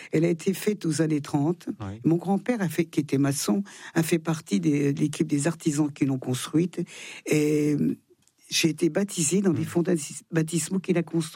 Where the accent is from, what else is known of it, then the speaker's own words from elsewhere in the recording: Auvergne-Rhône-Alpes, France; Je suis plus savoyarde que française, d'ailleurs.